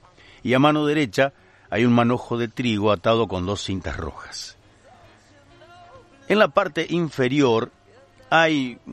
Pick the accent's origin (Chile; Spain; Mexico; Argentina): Argentina; Colón, Entre Ríos; born there; Yo que nací en Colón, soy porteño.